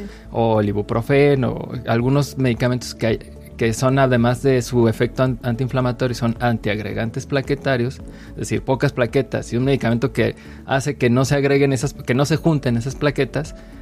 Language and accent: Spanish; Mexico; yo creo que como mexicanos, como latinos